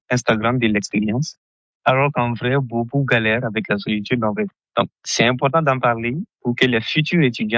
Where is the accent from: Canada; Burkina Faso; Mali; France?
Mali; moved away as an adult; now in Brussels, Belgium; Je viens du Mali. Je suis arrivé en Europe depuis octobre 2025.